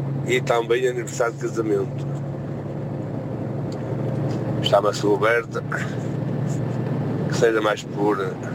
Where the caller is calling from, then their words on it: Vila do Conde, Norte, Portugal; Daqui fala o … Vila do Conde.